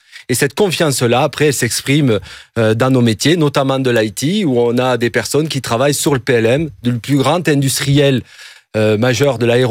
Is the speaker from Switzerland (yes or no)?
no; Lyon, Auvergne-Rhône-Alpes, France; Je viens de Lyon et je viens de l'industrie française.